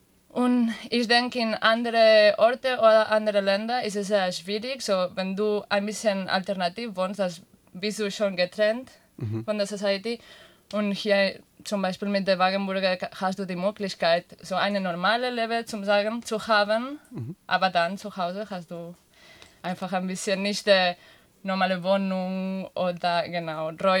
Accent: Catalonia, Spain; German is a second language; ich bin aus Katalonien, sorry.

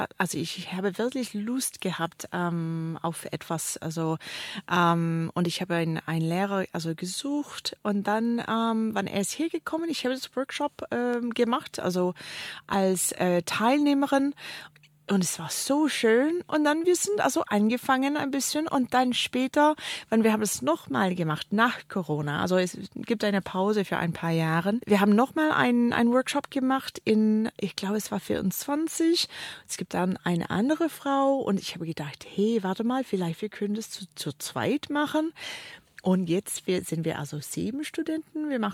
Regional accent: Canada; German is a second language; moved away as an adult; now in Tübingen, Germany; Also ich komme aus Kanada, ich bin hier jetzt in Tübingen seit 10 Jahren.

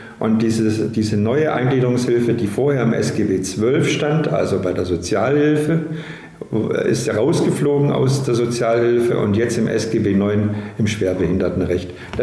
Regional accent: Kirchentellinsfurt, Baden-Württemberg, Germany; also born or lived in Tübingen / Stuttgart / Marburg; Ich bin zwar gebürtiger Tübinger, in Kirchentellinsfurt aufgewachsen, habe aber meine Grund-, Haupt- und Realschule in Stuttgart besucht

